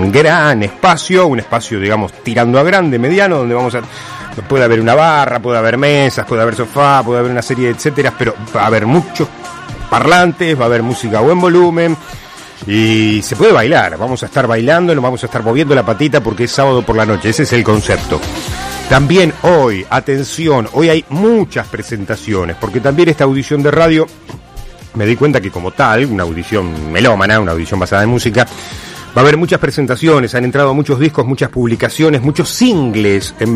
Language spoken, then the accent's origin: Spanish; Argentina; para recordar que somos argentinos.